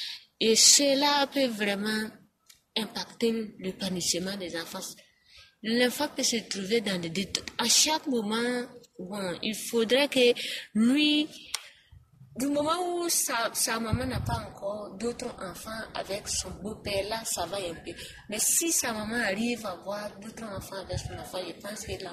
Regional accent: Burkina Faso; Chez nous au Burkina Faso, surtout en Afrique

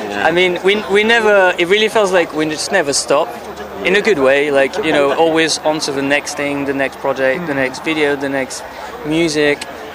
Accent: France; English is a second language; moved away as an adult; now in United Kingdom; I'm from France.

